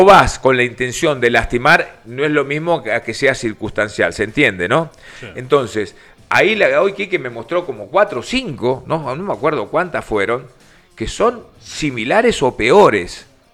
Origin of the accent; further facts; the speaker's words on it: Argentina; porque soy argentino